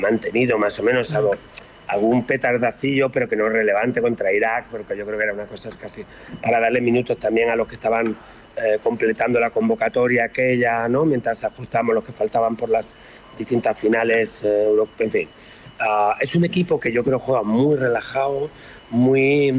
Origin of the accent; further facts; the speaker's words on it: Spain; como cualquier español de mi generación, España siempre perdía.